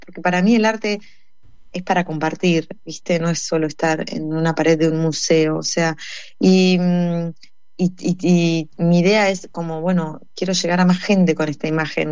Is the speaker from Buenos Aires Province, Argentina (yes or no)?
yes; Pehuajó, Buenos Aires Province, Argentina; moved away as an adult; now in Luján, Argentina; Yo nací en Pehuajó y cuando cumplí los 18 años me fui a estudiar a Buenos Aires.